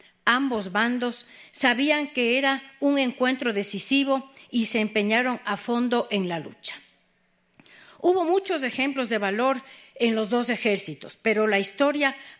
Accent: Quito, Pichincha, Ecuador; Como quiteños, desbordamos un especial orgullo frente a los acontecimientos dados en esta región geográfica de América y del Ecuador.

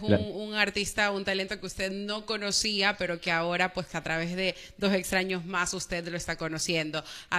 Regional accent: Ecuador

